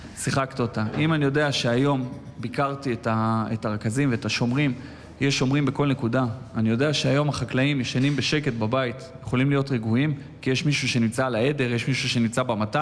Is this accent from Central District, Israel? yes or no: no; Nov, Northern District, Israel; אז כן, אני נולדתי וגדלתי במושב נוב בדרום הגולן. ההורים שלי בעצם ממקימי ההתיישבות בגולן, הם הקימו את המושב, מהמקימים של המושב קשת, במרכז הגולן. לימים אחרי 18 שנה הם עברו למושב נוב, שם בעצם אני נולדתי.